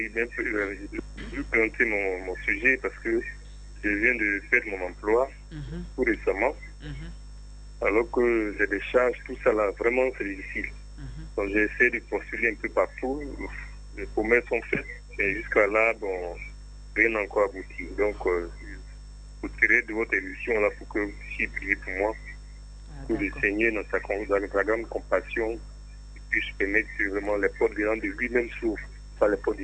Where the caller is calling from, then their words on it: Abidjan, Côte d’Ivoire; J'appelle la commune de Abobo.